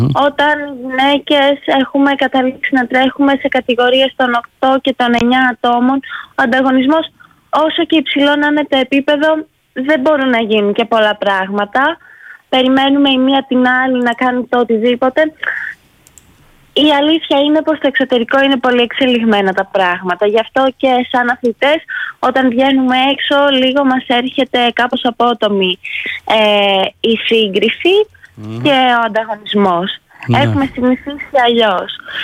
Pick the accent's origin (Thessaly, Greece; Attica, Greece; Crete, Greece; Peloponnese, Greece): Thessaly, Greece; Volos; now in Trikala, Greece; Είμαι από το Βόλο.